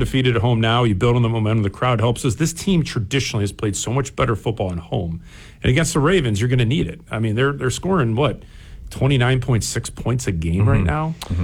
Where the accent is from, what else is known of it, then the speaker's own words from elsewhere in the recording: Cleveland, Ohio, United States; I'm born and raised in Cleveland